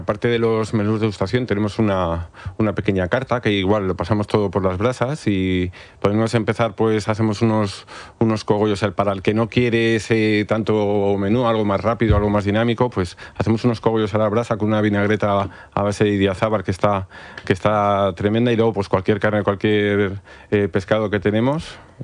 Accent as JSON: {"language": "Spanish", "town": "Madrid", "region": "Community of Madrid", "country": "Spain", "said": "yo soy de aquí de Madrid y al final, pues bueno, la tierra tira y me vine para acá"}